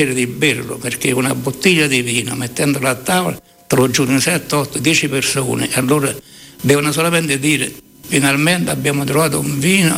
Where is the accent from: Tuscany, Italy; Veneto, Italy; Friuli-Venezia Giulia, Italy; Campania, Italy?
Campania, Italy; Taurasi; Io sono nato qua a Taurasi e sono vissuto qua, stato qua, ho fatto tanto per Taurasi.